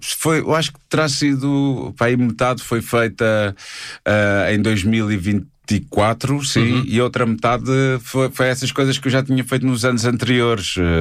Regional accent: Portugal; also born or lived in Angola; Mas eu nasci lá e com dois meses viemos para Portugal, né, em 75.

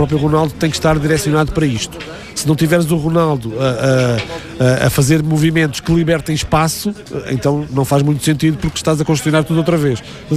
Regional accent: Portugal; Nós não somos espanhóis

